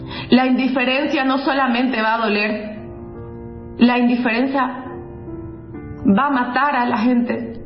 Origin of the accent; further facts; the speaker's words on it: Santa Cruz, Bolivia; ¿Será que nosotros por ser cruceños no existimos? Nosotros somos bolivianos